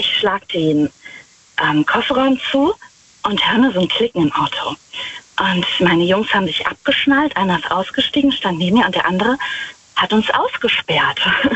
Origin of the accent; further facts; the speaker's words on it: Rhineland-Palatinate, Germany; Ich bin aus der Nähe von Wittlich.